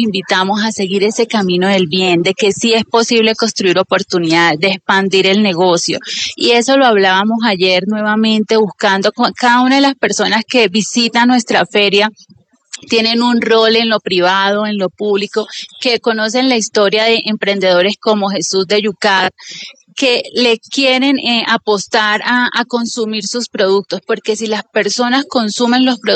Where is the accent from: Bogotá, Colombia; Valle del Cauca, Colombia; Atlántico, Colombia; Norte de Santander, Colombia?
Norte de Santander, Colombia; Ocaña; Bueno, les quiero contar de mi tierra, de Ocaña. Soy